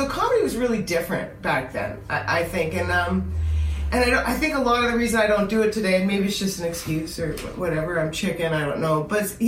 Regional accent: Canada; moved away as an adult; I'm from Canada.

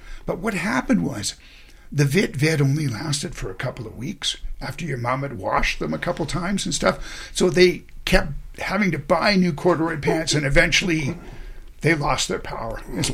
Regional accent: Vancouver, British Columbia, Canada; Joe and I grew up in Kerrisdale

